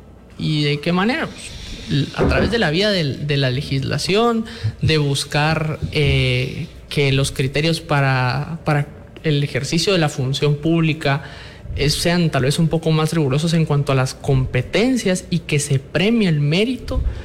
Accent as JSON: {"language": "Spanish", "country": "Guatemala"}